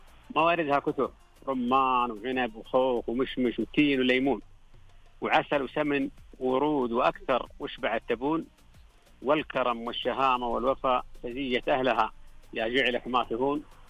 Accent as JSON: {"language": "Arabic", "town": "Taif", "region": "Makkah Province", "country": "Saudi Arabia", "tie": "born or raised there", "said": "أنا طبعاً ابن الطايف وعاشق الطايف"}